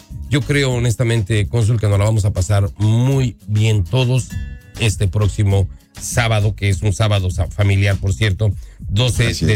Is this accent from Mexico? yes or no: yes; Mexico; now in Omaha, United States; nosotros como mexicanos